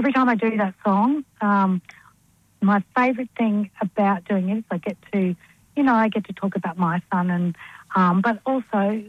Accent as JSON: {"language": "English", "town": "Goodna", "region": "Queensland", "country": "Australia", "tie": "born or raised there", "also_born_or_lived": "Ipswich", "said": "Well, I grew up in Goodna. Born in Ipswich Hospital, and I live at Belbo Park now, which is just up the road from Goodna. So I'm still in the city."}